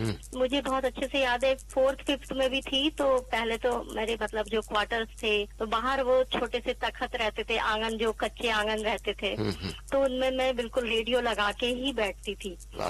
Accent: Vidisha, Madhya Pradesh, India; moved away as an adult; now in Jabalpur, India; अभी जबलपुर में हूँ। मेरा होम टाउन वैसे विदिशा है।

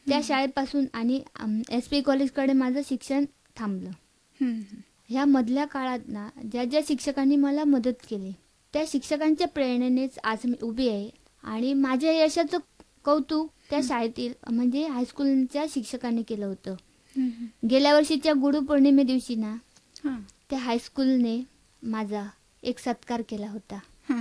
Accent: Madkhol, Maharashtra, India; माझं गाव माडखोल दडाखोऱ्याच्या कुशीत वसलेलं.

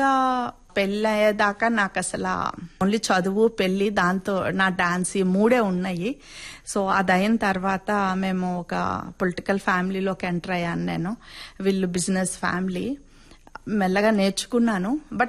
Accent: Kuchipudi, Andhra Pradesh, India; District Kuchipudi village కి దగ్గరలో మా అమ్మమ్మ తాతయ్య గారు ఉండేవాళ్ళు. వాళ్ళ దగ్గర చిన్నప్పటి నుంచి నేను పెరిగాను.

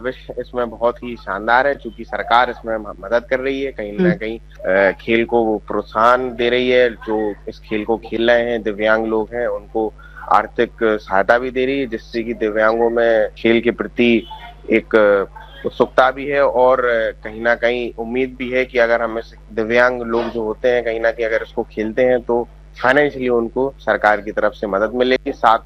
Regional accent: Jhansi, Uttar Pradesh, India; मैं झांसी का रहने वाला हूँ

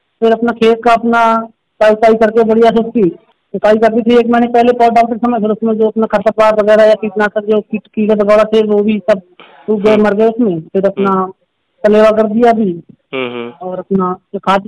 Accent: Mudiya Bhikampur, Uttar Pradesh, India; और मेरा गांव मुड़िया भीकमपुर।

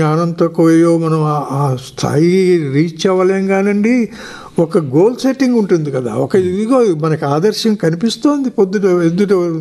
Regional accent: Vizianagaram, Andhra Pradesh, India; born there

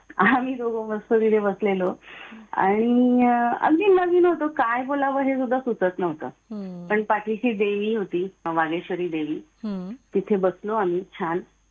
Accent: Nandurbar, Maharashtra, India; born there; मी तशी धुळे जिल्ह्यातली, नंदुरबार गाव माझं, आणि आता ते नंदुरबार जिल्हा झालाय

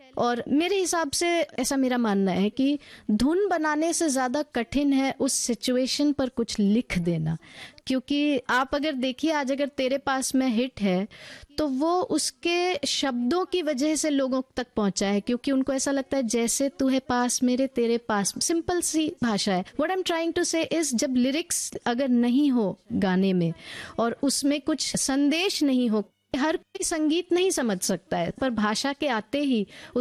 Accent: Bihar, India; हम क्योंकि बिहार से हैं

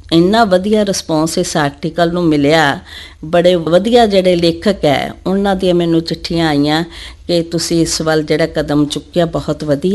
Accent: Moga, Punjab, India; moved away as an adult; now in Jalandhar, India; ਮੇਰਾ ਜਨਮ ਮੋਗਾ ਵਿੱਚ ਹੋਇਆ, ਉੱਥੇ ਹੀ ਮੇਰੀ ਜਿਹੜੀ ਸਟੱਡੀ ਹੈ primary school, higher secondary school ਦੀ ਹੋਈ, BA ਦੀ ਪੜ੍ਹਾਈ ਵੀ ਮੈਂ ਉੱਥੇ ਹੀ ਕੀਤੀ।

